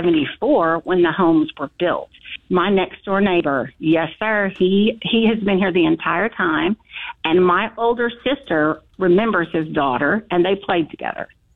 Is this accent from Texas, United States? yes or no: yes; Dallas, Texas, United States; I want to see the house that I was born in Texas and the various homes we lived in. I lived here in Texas, in Dallas, and the surrounding cities off and on until I was about 9 years old.